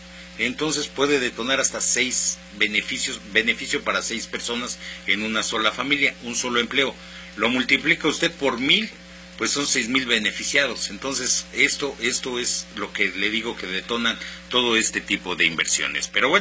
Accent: Mexico; cuando somos ciudadanos, cuando somos mexicanos

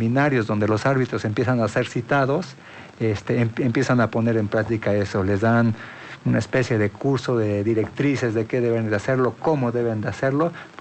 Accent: Mexico; y por qué sentirnos orgullosos como mexicanos de la actuación que tenga

